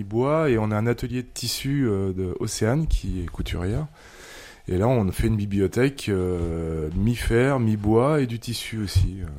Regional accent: Auvergne-Rhône-Alpes, France; moved away as an adult; now in Langeac area, Haute-Loire, France; moi je viens de Haute-Savoie. J'étais un peu sur le secteur de Genève.

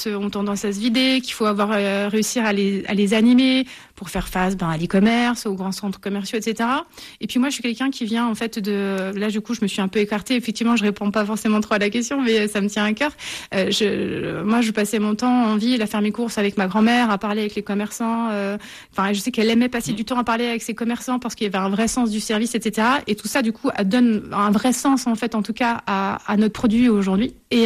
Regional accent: Dijon, Bourgogne-Franche-Comté, France; born there; also born or lived in Paris; j'ai quitté Paris et c'est ce grand groupe en 2021 post-Covid. Je suis revenue m'installer à Dijon, ma ville natale

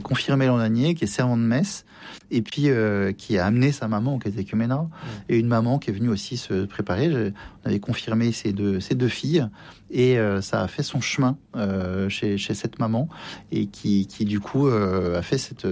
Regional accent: France

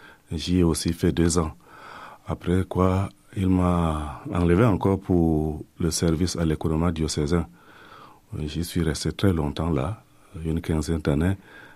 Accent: Far North, Cameroon; moved away as an adult; also born or lived in Yagoua; now in Coutances, France; Je viens effectivement de la région de l'extrême Nord Cameroun, dans le diocèse de Yagoua. C'est vraiment l'extrême Nord du Septentrion. Je suis né dans un village... Viri.

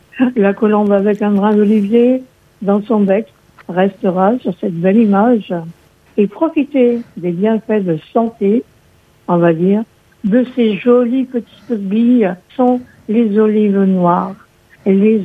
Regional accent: Corsica, France; chez nous en Corse, on a quand même des bonnes olives

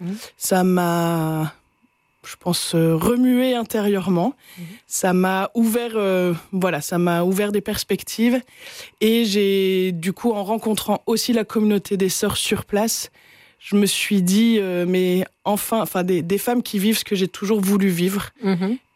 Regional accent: Lille, Hauts-de-France, France; En fait, donc je suis originaire de Lille.

